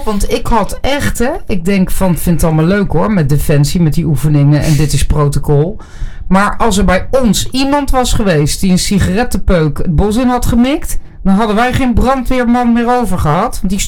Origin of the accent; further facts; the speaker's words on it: Ede, Gelderland, Netherlands; Want ik kom uit Ede.